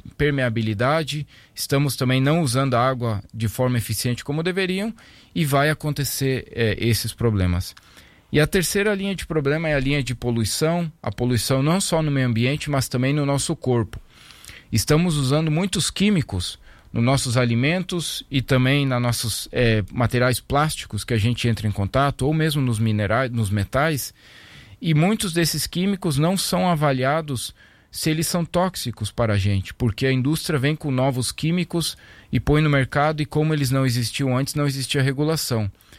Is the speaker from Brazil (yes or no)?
yes; Brazil; eu tenho muito orgulho de dizer que sou brasileiro